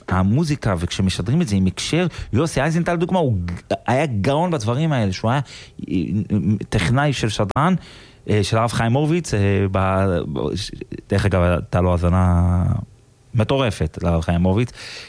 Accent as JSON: {"language": "Hebrew", "town": "Bat Yam", "region": "Tel Aviv District", "country": "Israel", "tie": "born or raised there", "said": "אני גדלתי בבת ים, בשליחות, ולא, זה לא היה כמו לצאת עכשיו לשחק עם, כמו, היו עוד משפחות חבדיות, שהן בתוך הקהילה של הבית חבד"}